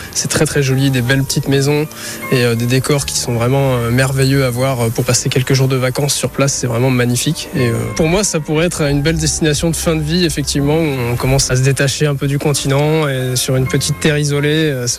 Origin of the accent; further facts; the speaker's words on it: Brest, Brittany, France; moved away as an adult; now in Quimper, France; je suis de Brest et j'ai débarqué à Quimper il y a 3 jours pour emménager dans cette belle ville.